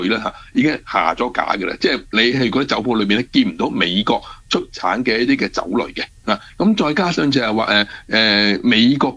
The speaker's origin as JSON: {"language": "Cantonese", "country": "Canada", "said": "其实我哋加拿大人"}